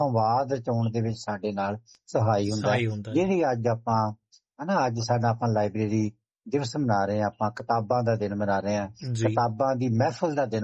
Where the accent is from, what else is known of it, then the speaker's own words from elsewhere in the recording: Amritsar, Punjab, India; first language Punjabi; ਸਾਡੇ ਅੰਮ੍ਰਿਤਸਰ ਸ਼ਹਿਰ